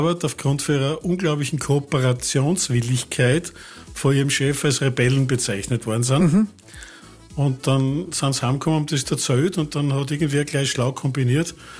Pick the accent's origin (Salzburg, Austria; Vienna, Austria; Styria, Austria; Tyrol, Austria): Styria, Austria; Leoben; Also ich bin einmal waschechter Steirer, ich bin geboren in Leoben.